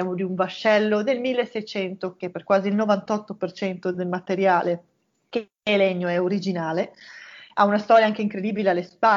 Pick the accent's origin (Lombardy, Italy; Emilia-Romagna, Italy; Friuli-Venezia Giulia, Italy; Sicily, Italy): Friuli-Venezia Giulia, Italy; now in Stockholm, Sweden; Io sono friulana, provengo dalle montagne